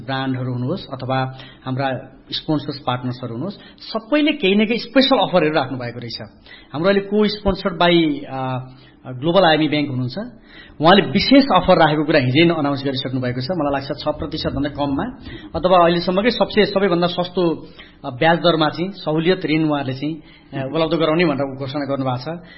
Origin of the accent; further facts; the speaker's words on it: Khotang, Koshi Province, Nepal; moved away; मेरो घर खोटाङ हो, म यहाँबाट करिब 200-300 किलोमिटर